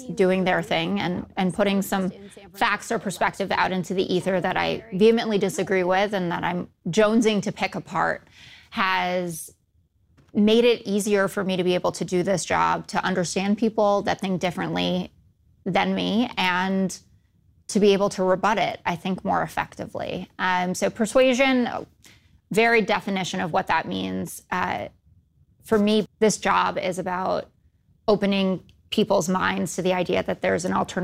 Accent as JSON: {"language": "English", "town": "New York City", "region": "New York", "country": "United States", "tie": "born or raised there"}